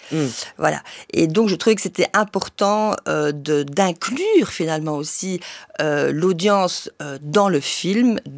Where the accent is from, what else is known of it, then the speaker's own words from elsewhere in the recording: Luxembourg; moved away as an adult; also born or lived in Brussels, Belgium; Disons, oui, je suis née à Bruxelles, d'une mère espagnole, d'un père belge. Ensuite, j'ai grandi au Grand-Duché de Luxembourg et j'y ai vécu jusqu'à mes 18 ans.